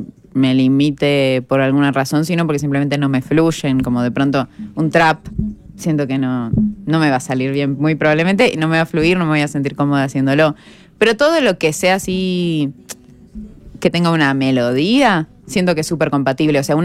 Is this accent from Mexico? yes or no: no; Argentina; En Argentina es muy, muy popular. Lo bailamos muchísimo.